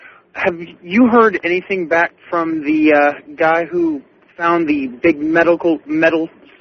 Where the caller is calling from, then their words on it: Galveston, Texas, United States; Well, I'm calling from Galveston, right on the beach.